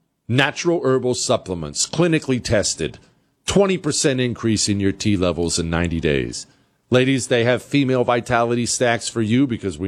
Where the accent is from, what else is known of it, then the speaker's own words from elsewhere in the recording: Oklahoma, United States; I'm from Oklahoma.